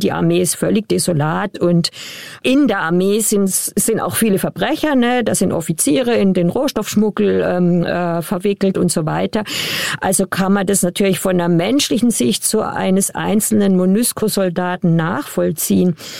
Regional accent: eastern Congo, DR Congo; also der Krieg und alles ist mehr bei uns im Osten, aber selbst da ist das Gebiet noch riesig

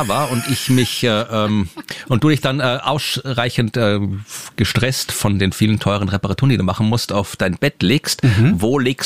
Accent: Austria; ich rede auch keinen reinen österreichischen Dialekt, aber ich bin halt halber Deutscher, da ist das wieder ein anderer Grund bei mir.

